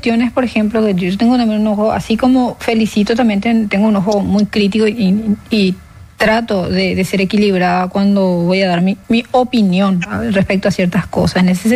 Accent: Paraguay; O sea, somos paraguayos, entonces, queremos consumir lo que producimos y estamos en nuestro total derecho.

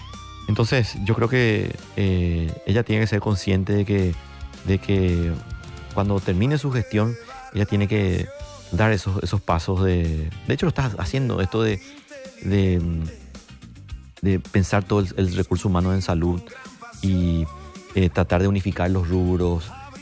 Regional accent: Paraguay; Yo creo que el rol como mujer paraguaya

